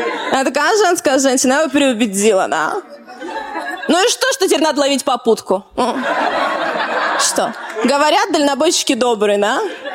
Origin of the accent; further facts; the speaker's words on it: Rostov-on-Don, Rostov Oblast, Russia; у нас Ростов, знаете, такой город современный, но сильно брутальный